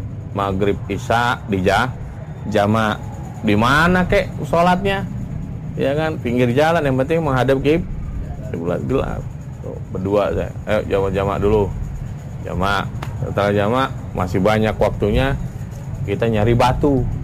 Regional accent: Indonesia; Aku wong Jawa ini.

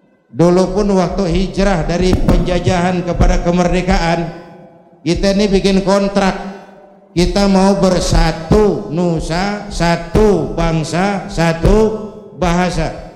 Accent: Indonesia; born there; Saya ini bersyukur lahir di Indonesia. Saya ini bangga jadi anak Indonesia.

